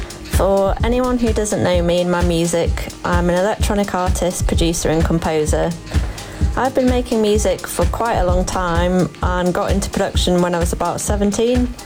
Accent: Yorkshire and the Humber, United Kingdom; Growing up near Leeds and studying there was just so great.

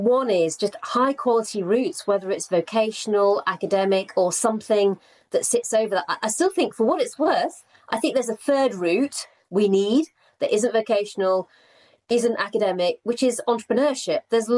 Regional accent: Rotherham, Yorkshire and the Humber, United Kingdom; I never met a lawyer growing up in Rotherham.

